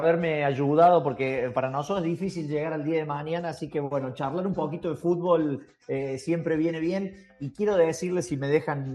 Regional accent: Argentina

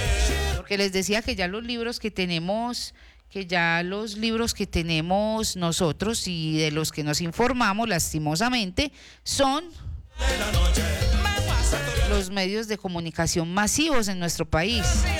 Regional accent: Paisa region, Colombia; somos paisas, berracos y echados para adelante

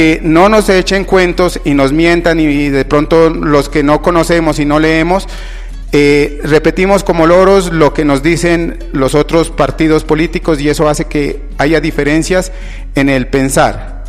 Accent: Contadero, Nariño, Colombia; yo nacido en este municipio del Contadero, en una vereda, fui campesino, coseché papas, fui obrero

